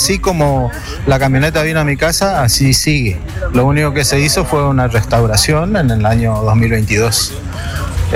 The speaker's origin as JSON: {"language": "Spanish", "town": "Barranqueras", "region": "Chaco", "country": "Argentina", "said": "de Barranqueras y bueno, esta camioneta está en la familia desde 0 kilómetros."}